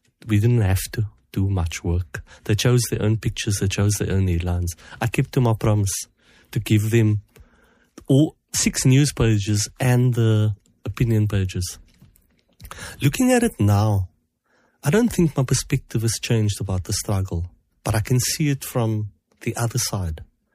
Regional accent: Cape Town, Western Cape, South Africa; I grew up in Woodstock. Woodstock's very different to the one that I grew up in. I still regard Woodstock as Cape Flats

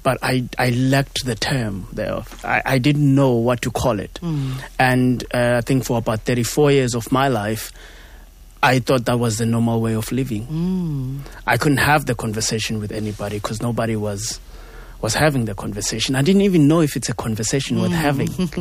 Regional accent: South Africa; as a South African

